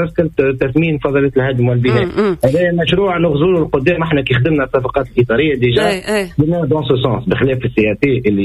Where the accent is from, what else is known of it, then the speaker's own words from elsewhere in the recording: Tunisia; وانا مواطن تونسي